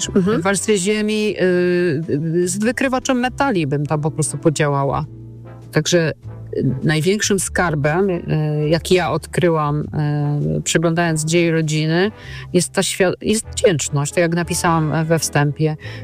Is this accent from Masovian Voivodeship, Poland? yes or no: no; Częstochowa, Silesian Voivodeship, Poland; also born or lived in Katowice; bo ja mieszkałam, studiowałam w Katowicach, pochodzę z Częstochowy, a mój małżonek jest z Warmii.